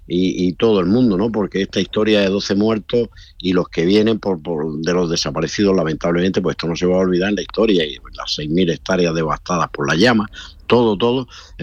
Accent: Carrizalejo, Andalusia, Spain; hay un incendio en mi pueblo, entre Los Gallardos y Sorba, que es el pueblo, Carrizalejo, toda la zona esta, ¿no?

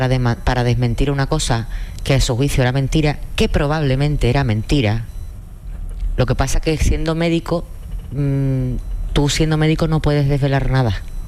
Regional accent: Andalusia, Spain; que como buenos andaluces que somos, nos acordamos que se archivó

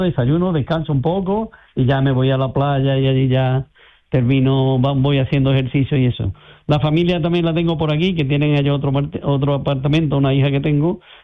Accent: Córdoba, Andalusia, Spain; porque yo vivo en Córdoba, soy de Córdoba.

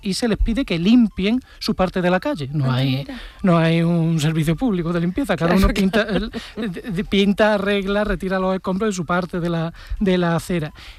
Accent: Cádiz, Andalusia, Spain; La patria suele ser eso, Cádiz, porque yo soy de Cádiz

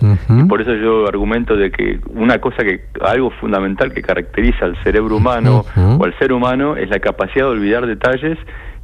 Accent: Buenos Aires, Argentina; moved away as an adult; also born or lived in Germany / United States; now in Barcelona, Spain; soy el chico que creció en Buenos Aires, el estudiante que estudió física en exactas y que después se fue a Alemania a hacer un doctorado y que después estuvo en Estados Unidos.

